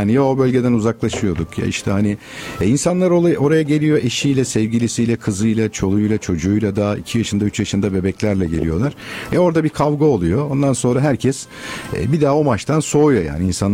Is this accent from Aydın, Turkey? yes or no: no; İzmir, Turkey; Hani bir İzmirli olarak onu da söylüyorum.